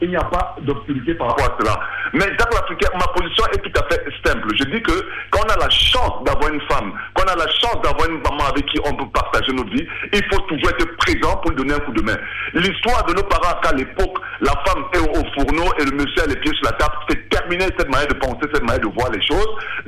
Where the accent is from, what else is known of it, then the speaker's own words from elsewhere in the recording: Cameroon; now in France; même chez nous au Cameroun